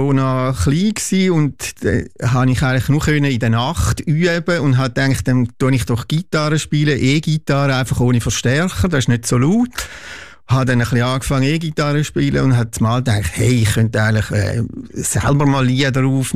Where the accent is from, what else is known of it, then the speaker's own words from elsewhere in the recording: Oberstammheim, Zurich, Switzerland; now in Schaffhausen, Switzerland; ich bin Musiker, wohnhaft in Schaffhausen und bin aufgewachsen in Oberstammheim, Zürich-Wieland, wohne aber schon länger jetzt in Schaffhausen